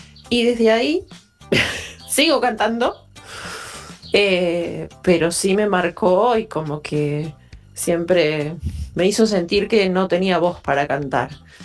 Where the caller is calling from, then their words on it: Trenque Lauquen, Buenos Aires Province, Argentina; soy … de Trenquelauquen